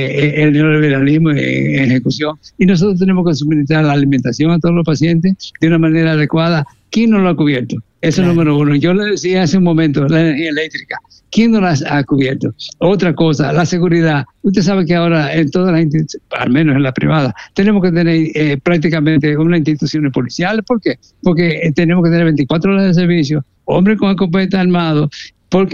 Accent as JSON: {"language": "Spanish", "region": "Cibao", "country": "Dominican Republic", "accent": "Cibaeño", "said": "Déjeme aclararle en español, bien, o en cibaeño"}